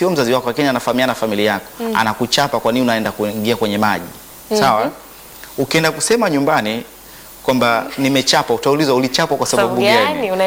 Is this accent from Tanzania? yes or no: yes; Songea, Ruvuma, Tanzania; Kule kwetu Songea.